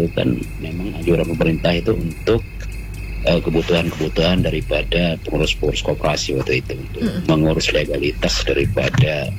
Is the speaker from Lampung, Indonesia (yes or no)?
yes; Lampung, Indonesia; Orang kita memang asli orang Lampung sini.